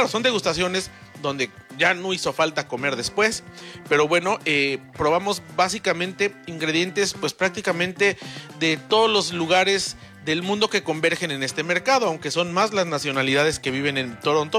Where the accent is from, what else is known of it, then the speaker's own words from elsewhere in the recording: Mexico; Recuerden, como mexicanos, para llegar a Canadá necesitamos tener